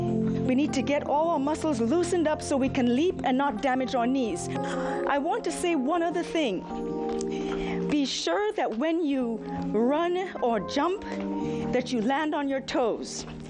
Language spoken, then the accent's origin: English; Boston, Massachusetts, United States; from Boston, Massachusetts. I'm a physician practicing in Boston.